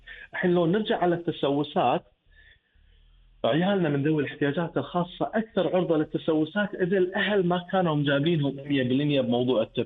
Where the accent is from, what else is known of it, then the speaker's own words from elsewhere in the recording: Kuwait; عندنا بالكويت